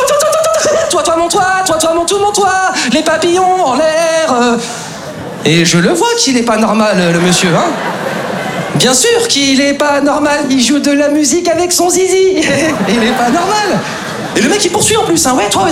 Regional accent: Lyon, Auvergne-Rhône-Alpes, France; now in Paris, France; Moi, comme beaucoup d'entre vous, les amis, je suis originaire de province, je suis originaire de Lyon. Et c'est vrai qu'avant de m'installer sur Paris, j'avais des petites appréhensions sur cette ville

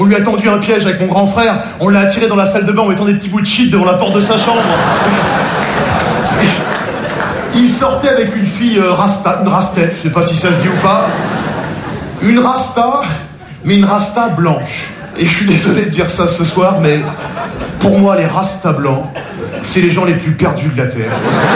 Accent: Nogent-sur-Marne, Île-de-France, France; J'ai grandi à Nogent-sur-Marne, je suis passionné avec toi. Petite banlieue très bourgeoise, Nogent, la Marne, les guinguettes, la fête du petit vin blanc

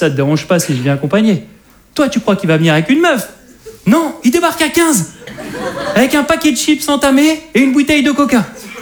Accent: Hauts-de-France, France; je suis un ch'ti.

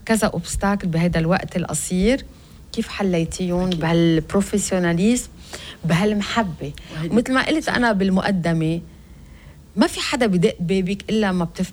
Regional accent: Lebanon; لأنه ابن ضيعتي، ابن أرتبة

